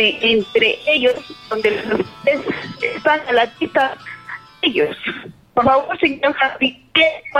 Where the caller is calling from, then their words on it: Tiabaya, Arequipa, Peru; Yo vivo en Tierraya